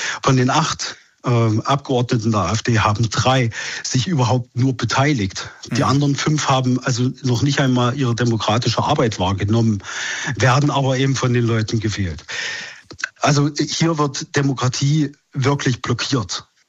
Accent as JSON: {"language": "German", "town": "Querfurt", "region": "Saxony-Anhalt", "country": "Germany", "said": "Ich komme aus Querfurt, da sitzen Schnellroder, Götz Kubitschek."}